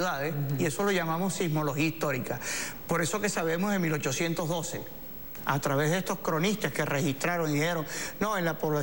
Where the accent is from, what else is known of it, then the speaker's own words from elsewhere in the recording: Cumaná, Sucre, Venezuela; recuerden que Venezuela cuenta, mi ciudad natal, es la primera ciudad fundada en Venezuela, es 1515, en la ciudad de Cumaná